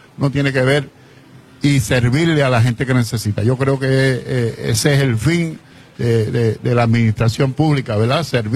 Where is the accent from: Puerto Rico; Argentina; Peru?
Puerto Rico; Lamentablemente, pues lo siento como puertorriqueño